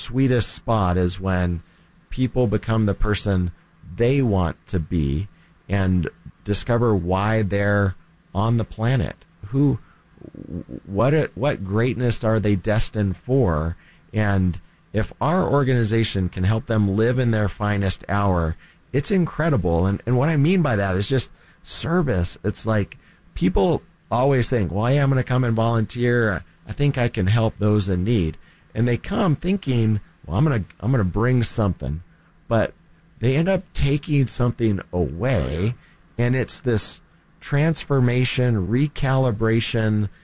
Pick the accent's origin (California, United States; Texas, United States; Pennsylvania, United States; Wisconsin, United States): Texas, United States; Fort Worth; So, you know, I grew up in North Texas, Fort Worth area, for many years